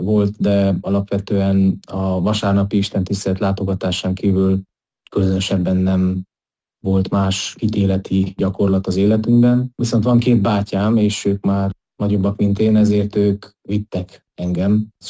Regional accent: Mezőpanit, Mureș County, Romania; Mezőpanitban születtem, és itt nőttem fel, ami azt is jelenti, hogy az itteni református közösségnek az életében kapcsolódtam be kiskorom óta.

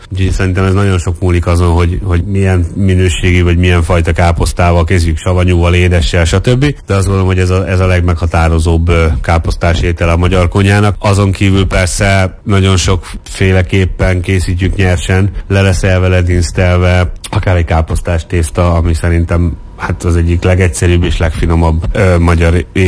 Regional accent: Hungary; mivel magyarok vagyunk

